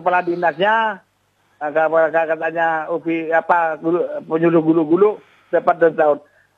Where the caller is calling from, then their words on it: Indonesia; daerah saya, daerah gulu-gulu utara, namanya Dusun Gunung Tanah Bukat ini